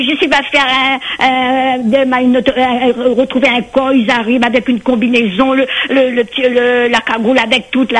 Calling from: Saint-Benoît, Réunion; J'habite à Saint-Benoît et j'habite juste en face du lycée Patu Rosemont.

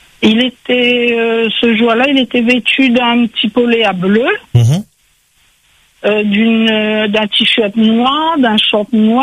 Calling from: Réunion

